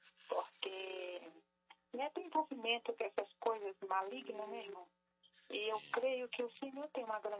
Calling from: Couto de Magalhães, Minas Gerais, Brazil; É Couto de Magalhães, Minas.

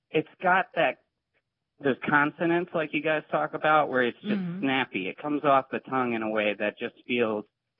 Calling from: Staunton, Virginia, United States; I'm calling from Stanton, Virginia.

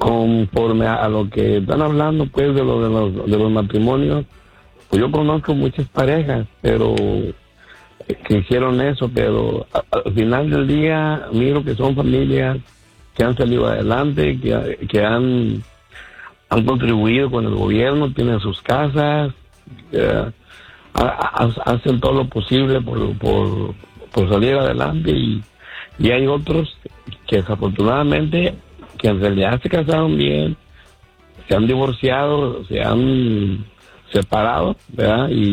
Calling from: Los Angeles, California, United States; De Los Ángeles.

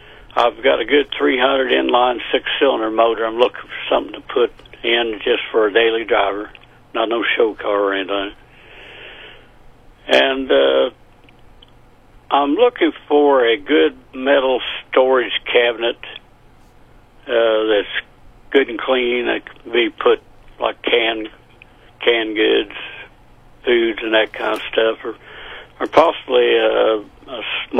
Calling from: Marceline, Missouri, United States

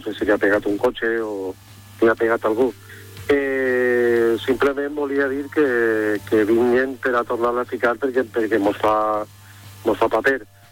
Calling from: Gandia, Valencian Community, Spain; sóc un veí de Gandia, tinc un negoci en Duque de Carlos de Borja número 26

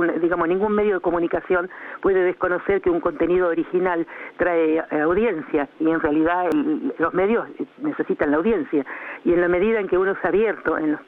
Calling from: Chascomús, Buenos Aires Province, Argentina

